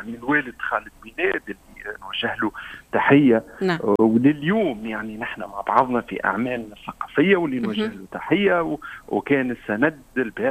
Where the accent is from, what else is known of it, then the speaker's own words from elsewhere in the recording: Kairouan, Kairouan Governorate, Tunisia; كوني أنا ترعرعت في مدينة القيروان، موروث معماري وثقافي حضاري كبير برشا